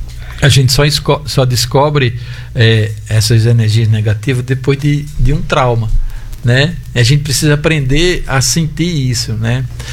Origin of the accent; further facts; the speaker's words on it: Goiânia, Goiás, Brazil; also born or lived in Natal / Piauí / São Paulo / Petrolina; now in Mossoró, Brazil; Eu nasci em Natal, fui pra Pix, no Piauí, depois fui pra São Paulo, Goiânia, aí onde eu passei uma grande parte da minha infância e adolescência.